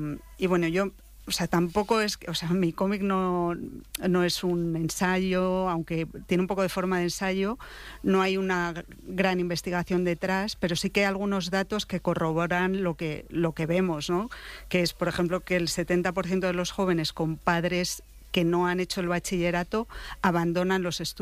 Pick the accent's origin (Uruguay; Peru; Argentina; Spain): Spain; Valladolid, Castile and León; now in Madrid, Spain; pero yo originalmente soy de Valladolid. El primer barrio en el que viví es Los Vadillos, que es un barrio obrero de Valladolid